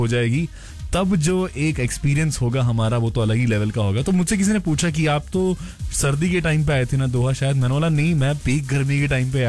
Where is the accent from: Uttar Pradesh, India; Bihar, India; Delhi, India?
Delhi, India; हम तो दिल्ली में पले बड़े हैं भाई